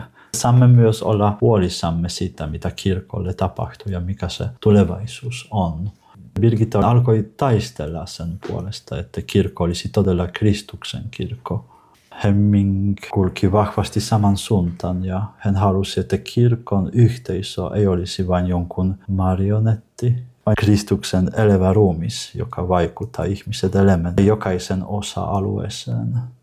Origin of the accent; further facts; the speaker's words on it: Poland; Finnish is a second language; moved away as an adult; now in Finland; No, Puola oli katolinen, kun mä lähtin sillä 14 vuotta sitten. Mä kotoisin pienestä kylästä, jossa on vain noin 1000 asukasta ja kaikki ovat katolilaisia.